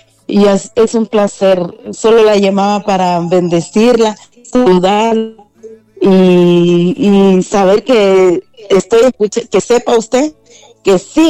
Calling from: Comayagua, Honduras; de Liconas, Comayagua.

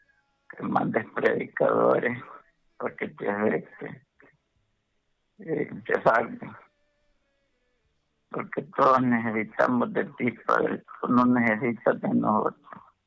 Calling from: Honduras; De la vía San Francisco

